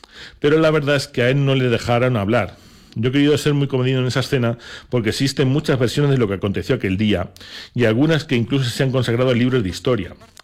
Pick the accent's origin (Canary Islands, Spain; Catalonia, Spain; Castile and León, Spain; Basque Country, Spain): Castile and León, Spain; Zamora; moved away as an adult; now in Salamanca, Spain; devolverle a esta ciudad enigmática todo lo que me ha dado desde que llegué desde Zamora a estudiar allí en el año 79.